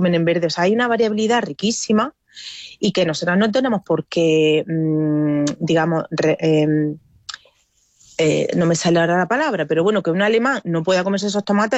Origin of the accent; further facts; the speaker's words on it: Abla, Andalusia, Spain; en mi territorio, en mi comarca, yo soy de Abla